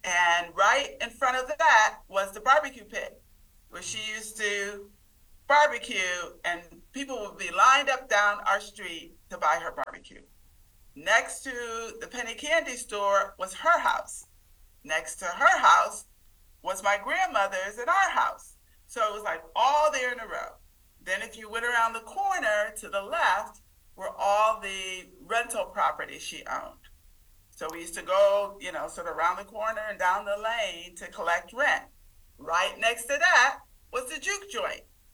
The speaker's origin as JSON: {"language": "English", "town": "Indiantown", "region": "Florida", "country": "United States", "tie": "born or raised there", "said": "We lived in Booker Park. Okay, Indiantown growing up was segregated. I mean, it became integrated, but when I was growing up, it was still segregated."}